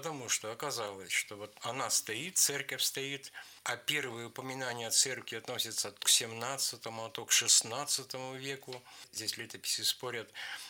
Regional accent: Vologda, Vologda Oblast, Russia; мы с Сережей из Вологды, Березовую Слободку.

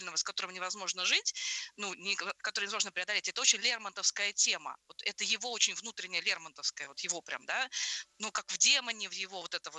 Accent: Kaluga Oblast, Russia; я же из Калужской области, для меня город Калуга очень родной

